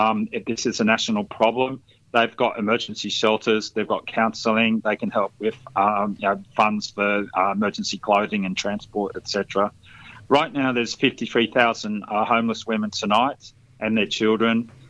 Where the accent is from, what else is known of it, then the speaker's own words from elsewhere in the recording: Victoria, Australia; I know down there in Victoria, I was brought up in Victoria myself.